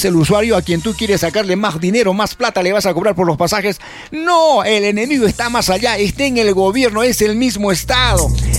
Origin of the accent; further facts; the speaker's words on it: Arequipa, Peru; esto hemos elegido los arequipeños